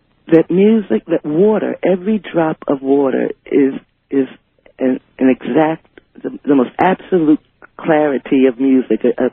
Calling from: Richmond, Virginia, United States; I'm calling from Richmond, Virginia.

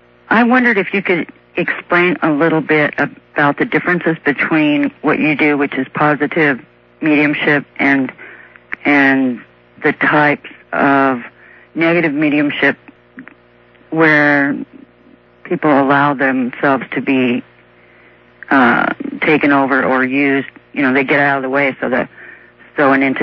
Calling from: Seattle, Washington, United States; from Seattle.

